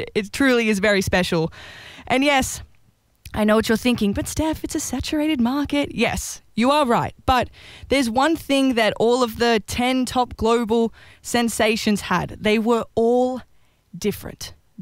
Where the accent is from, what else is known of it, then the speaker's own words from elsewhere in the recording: Australia; But five, as an Aussie artist, if you asked me in Australia what are five places that, oh, I should go to for music, blah, blah, blah, I could maybe give you two.